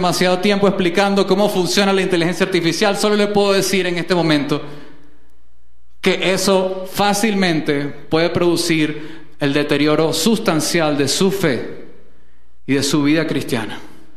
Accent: Venezuela; Como venezolanos tenemos muchos traumas en común acumulados

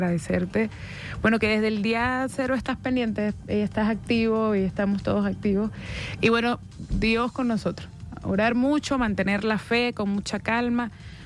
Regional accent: Venezuela; Esos somos los venezolanos.

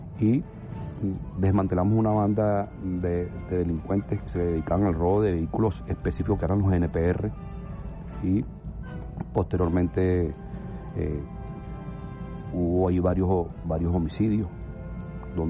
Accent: Caracas, Capital District, Venezuela; De Caracas, sí, señor.

